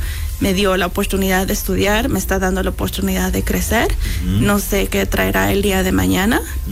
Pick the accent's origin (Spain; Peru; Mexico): Mexico; now in United States; en el estado de Nueva Jersey, de hecho, soy la única mexicana con la licencia para ejercer eso. Entonces, pues, orgullosamente, tengo que representar a mi país, ¿verdad?